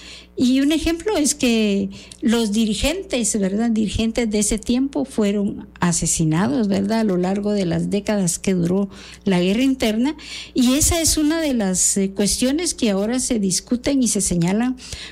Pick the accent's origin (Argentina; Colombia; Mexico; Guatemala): Guatemala; como guatemaltecos y guatemaltecas